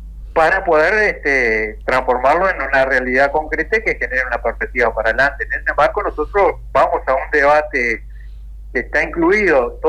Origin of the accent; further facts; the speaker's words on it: Uruguay; yo como ciudadano uruguayo